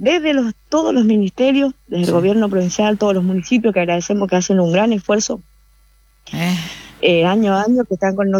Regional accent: Ituzaingó, Corrientes, Argentina; Soy de Ituzaingó.

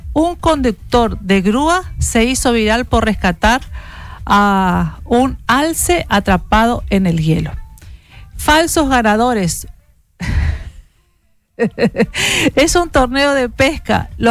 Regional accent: Argentina; aquí como ciudadanas argentinas le agradecemos por ese trabajo que usted está haciendo.

